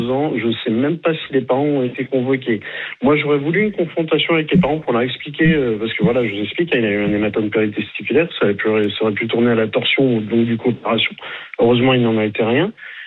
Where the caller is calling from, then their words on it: Orléans, Centre-Val de Loire, France; je suis d'Orléans